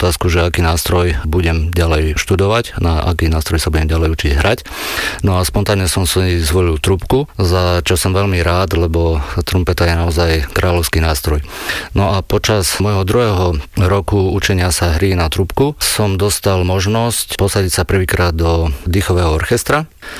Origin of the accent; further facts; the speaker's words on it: Považská Bystrica, Trenčín Region, Slovakia; Pochádzam z Považskej Bystrice, kde som začal chodiť do základnej umeleckej školy.